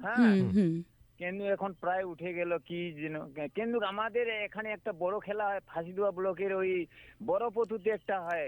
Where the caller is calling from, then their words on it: West Bengal, India; রাঙামাটি থেকে বলছি